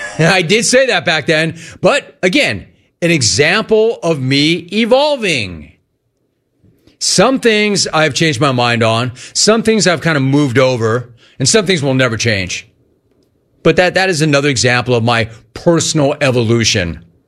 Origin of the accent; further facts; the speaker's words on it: Los Angeles, California, United States; born there; Does Wiki still say that I was born in Tarzana? Also not accurate. I'm not from Tarzana. I'm not from Chatsworth. I was born in Los Angeles.